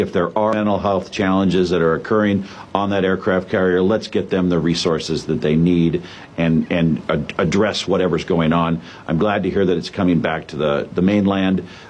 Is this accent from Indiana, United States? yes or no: no; Fork, Nebraska, United States; I talked to the folks that run the steel mill in my hometown of Fork, Nebraska yesterday.